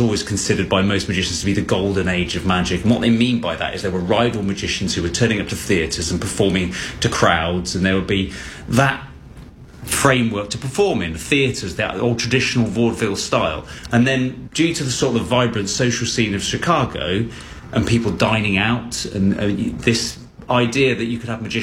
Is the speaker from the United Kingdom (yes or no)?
yes; United Kingdom